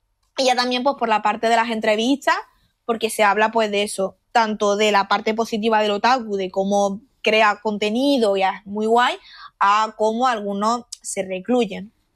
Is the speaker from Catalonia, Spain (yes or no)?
no; Jaén, Andalusia, Spain; now in Getafe, Spain; yo, por ejemplo, que soy de 2001, que soy de Jaén